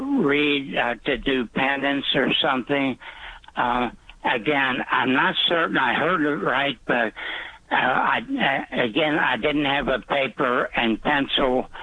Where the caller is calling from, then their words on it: Kentucky, United States; I'm calling from Northern Kentucky